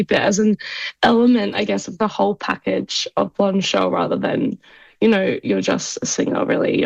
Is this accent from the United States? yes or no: no; Australia; As an Australian